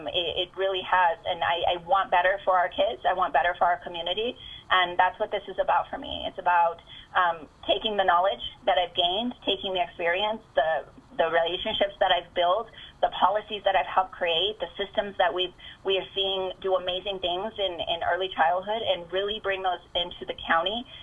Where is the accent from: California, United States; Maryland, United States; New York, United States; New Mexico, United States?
New Mexico, United States; Albuquerque; born there; moved away; I actually didn't grow up completely here. I was born in Albuquerque, and I was born into a place that's commonly referred to as the war zone.